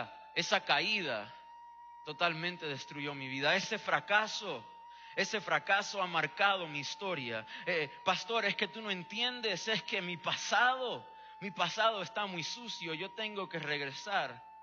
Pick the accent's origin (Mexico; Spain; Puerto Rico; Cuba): Cuba; Recuerdo cuando era niño y estaba creciendo en Cuba